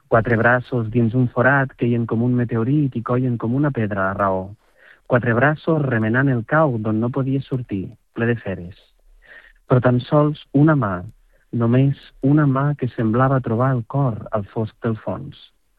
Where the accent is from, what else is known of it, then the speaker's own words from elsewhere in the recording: Catalonia, Spain; jo soc de Ponent i hi ha un paisatge de Terra Baixa que em ressona molt